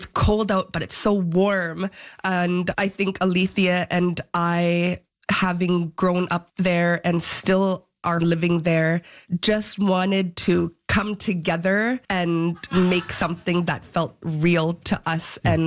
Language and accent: English; Kugluktuk, Nunavut, Canada; I've been blessed with many wonderful aunties in my life, both in my hometown of Kogloktok, where I grew up, and in Iqaluit.